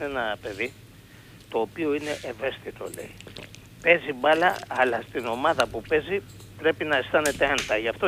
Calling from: Piraeus, Attica, Greece; από Πειραιά.

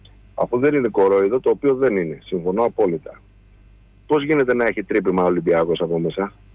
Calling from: London, United Kingdom; από το Λονδίνο.

